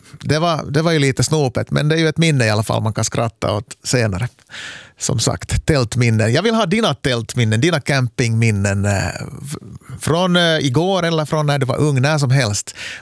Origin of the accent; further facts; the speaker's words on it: Korsholm, Ostrobothnia, Finland; Men däremot i min ungdom, så jag är uppväxt i Smedsby Korsholm